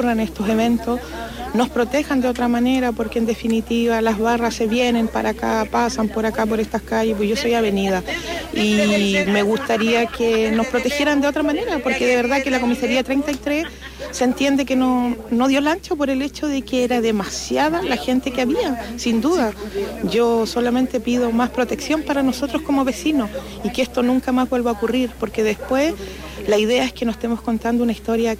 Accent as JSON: {"language": "Spanish", "town": "Ñuñoa", "region": "Santiago Metropolitan Region", "country": "Chile", "tie": "born or raised there", "said": "yo soy nacida y criada acá en Ñuñoa"}